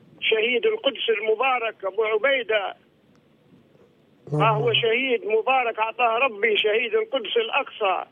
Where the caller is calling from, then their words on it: Libya; بلادنا ليبيا الحبيبه